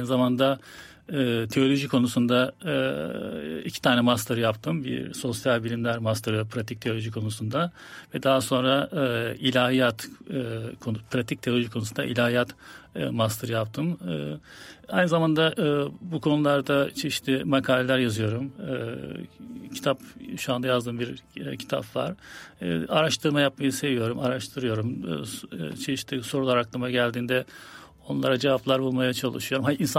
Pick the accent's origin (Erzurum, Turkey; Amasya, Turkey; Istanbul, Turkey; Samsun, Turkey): Istanbul, Turkey; Ben İstanbul doğumluyum. İstanbul'da doğup büyüdüm. Hayatımın çoğu yıllarını İstanbul'da geçirdim.